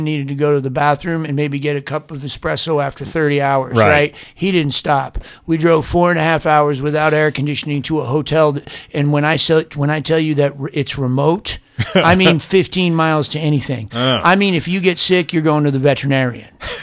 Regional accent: New Orleans, Louisiana, United States; I'm from New Orleans.

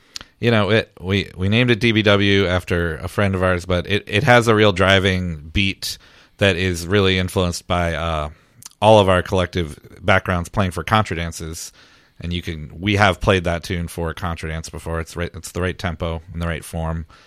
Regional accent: Fort Myers, Florida, United States; moved away as an adult; also born or lived in Jacksonville, United States / New York City, United States; I grew up in Southwest Florida, Fort Myers, of all places. Yeah, and I went to school at the University of North Florida in Jacksonville, pursuing jazz. Then I, from there, went to New York City

